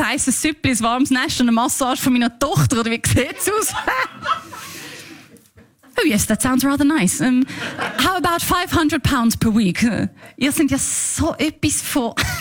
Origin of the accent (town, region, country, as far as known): Switzerland; born or raised there